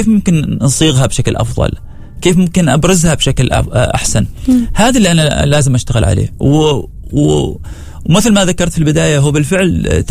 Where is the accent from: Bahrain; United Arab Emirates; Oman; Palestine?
Oman